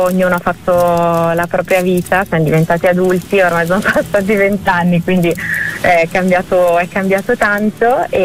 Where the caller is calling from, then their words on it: Milan, Lombardy, Italy; Adesso sto al nord, sarei di Milano, ma mi sono trasferita qualche anno fa a Varese.